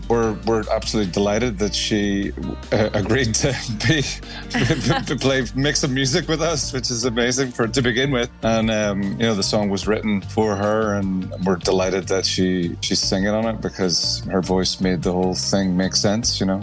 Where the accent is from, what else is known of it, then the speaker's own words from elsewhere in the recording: Northern Ireland, United Kingdom; No, I'm Northern Irish, so I'm not allowed to be to have, you know, ambition.